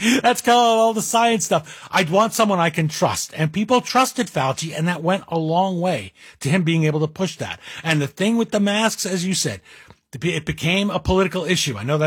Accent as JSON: {"language": "English", "town": "Bergenfield", "region": "New Jersey", "country": "United States", "tie": "born or raised there", "also_born_or_lived": "Creskill", "said": "My hometown of Creskill, New Jersey, the second town I lived in. I grew up in Bergenfield first, but that's where the big base was, where they trained all the soldiers."}